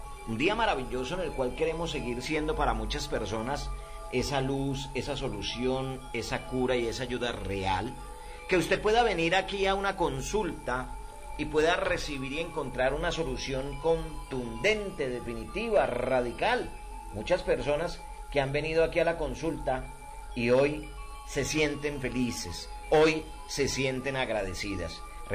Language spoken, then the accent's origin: Spanish; Filandia, Quindío, Colombia; y yo soy de Finlandia, Quindío.